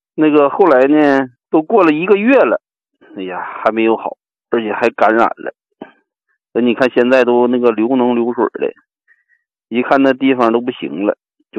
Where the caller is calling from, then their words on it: Nankai, Tianjin, China; 我是天津南开的新朋友。